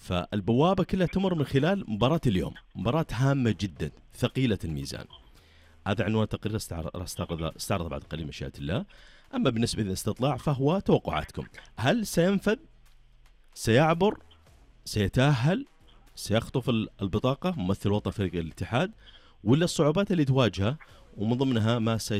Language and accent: Arabic; Saudi Arabia; المعروف عندنا في السعودية وفي الخليج